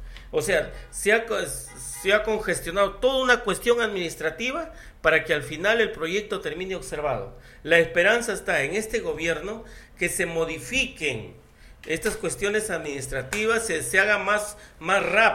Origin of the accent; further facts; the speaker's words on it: Túcume, Lambayeque, Peru; nosotros salimos de allá, hemos nacido allá, hemos estudiado allá, y luego ya hemos avanzado un poco a la universidad y luego trabajamos acá en Túcume.